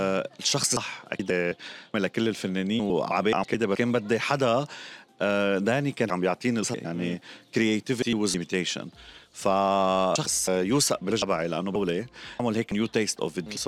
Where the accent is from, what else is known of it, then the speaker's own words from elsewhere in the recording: Lebanon; نحن كلبنانية